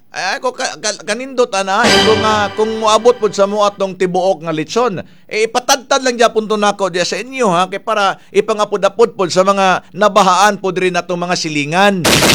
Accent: Davao City, Davao Region, Philippines; Hindi nga kayo taga rito sa Davao City, ang dami nyo mga bagutbot. Kami dito, ang totoong nangyari sa amin sa Davao City, hindi kami nagbabagutbot

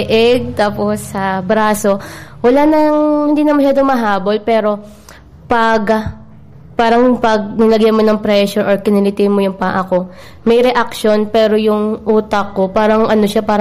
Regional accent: Lucban, Quezon, Calabarzon, Philippines; mula sa Lokwan, Quezon, Barangay Ayuti.

